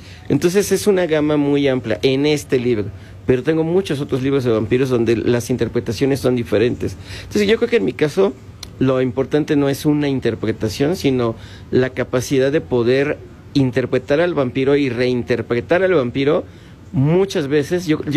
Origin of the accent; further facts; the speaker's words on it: Mexico; Soy el autor mexicano con más libros sobre el tema de vampiros publicados.